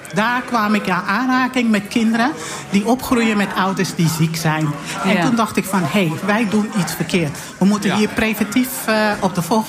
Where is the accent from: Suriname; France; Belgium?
Suriname; Paramaribo; now in Hellevoetsluis, Netherlands; Ik kom dus uit Paramaribo. En iedereen is daar tante.